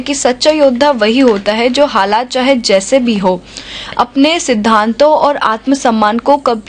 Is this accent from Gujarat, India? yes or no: no; Rajasthan, India; हम जब राजस्थान से बाहर जाते किसी अदर स्टेट में, लोग पूछते कि आप कहाँ से हो, तो बोलते ना राजस्थानी